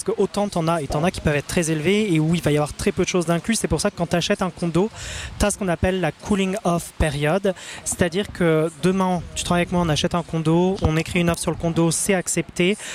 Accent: France; now in Winnipeg, Canada; je suis français, tu le sais, je te parle beaucoup de la France. J'adore partager mon temps entre la France et Winnipeg.

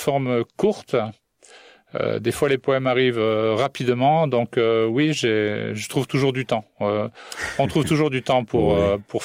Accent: Southern France, France; moved away as an adult; also born or lived in Paris, France / Nova Scotia, Canada / Greenfield Park, Quebec, Canada; now in Saint-Hubert, Canada; je suis né en France. Je suis né à Paris, j'ai grandi dans le sud de la France. Okay. Donc, ça m'a marqué. Et puis après, on est allé dans l'ouest de la France. Et je suis allé, en 98, j'ai émigré en Nouvelle-Écosse. Mmh. J'y suis resté 13 ans.

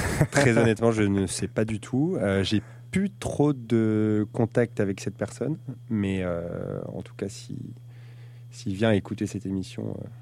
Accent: Metz, Grand Est, France; also born or lived in Soissons / Saint-Quentin; Dans le nord de la France. Et ensuite, j'ai bougé à Metz. Et c'est là où j'ai fait mon enfance et mon adolescence.

